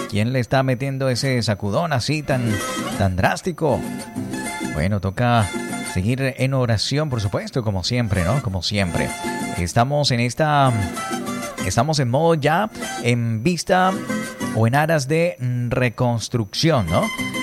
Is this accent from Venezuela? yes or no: no; Colombia; somos colombianos y conocemos la resiliencia